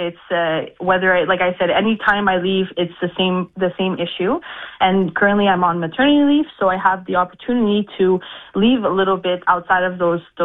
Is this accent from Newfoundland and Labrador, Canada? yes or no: no; Quebec, Canada; which I grew up in the West Island, I don't remember ever having this kind of traffic on a regular basis.